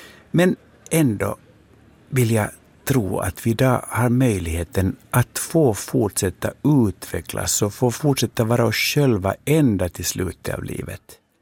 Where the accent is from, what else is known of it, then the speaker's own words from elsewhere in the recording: Finland; Fast jag tänker fram, så då jag växte upp i Finland då, början på 70-talet